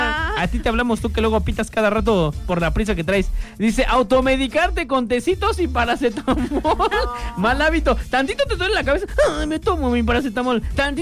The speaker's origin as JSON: {"language": "Spanish", "town": "Tehuacán", "region": "Puebla", "country": "Mexico", "said": "como mexicano y tehuacanero y de la región"}